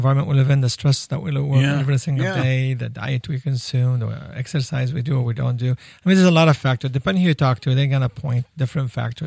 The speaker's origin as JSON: {"language": "English", "region": "California", "country": "United States", "moved": "yes", "said": "I'm a testament. I came from Southern California. And I'm telling you, I'm loving every minute of it."}